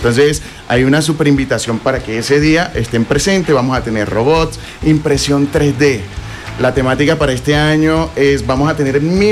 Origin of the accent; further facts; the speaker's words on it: Valledupar, Cesar, Colombia; now in Medellín, Colombia; yo no soy de acá de Medellín, yo soy de la capital mundial del vallenato